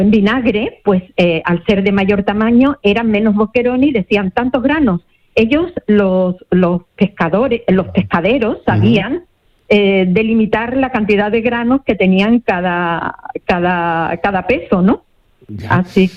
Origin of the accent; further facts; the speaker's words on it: Málaga, Andalusia, Spain; Soy del Palo, de una familia de marengos, de gente de la mar.